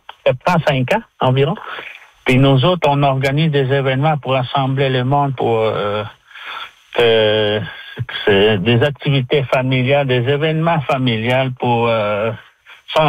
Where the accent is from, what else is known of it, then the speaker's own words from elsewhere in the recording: Natashquan, Quebec, Canada; nous autres, on est des Inuits. Dans la communauté, il y a juste des Inuits dans Noutachquan.